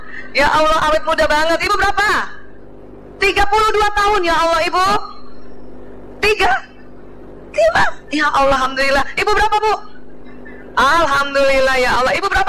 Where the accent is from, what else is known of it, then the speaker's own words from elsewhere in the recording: Jakarta, Indonesia; born there; Saya lahir di Jakarta 17 Desember tahun 1968. Usia saya sekarang 51 tahun, alhamdulillah. Anak kedua dari 5 bersaudara.